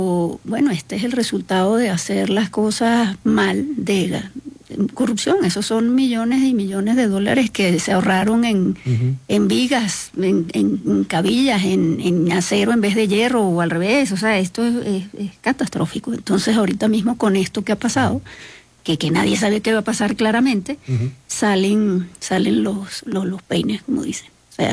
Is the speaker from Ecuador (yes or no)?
no; Venezuela; now in Mexico; Fíjate, nosotros como venezolanos nos impacta mucho el tema de los gastos hidráulicos y de cómo se hacen las cosas.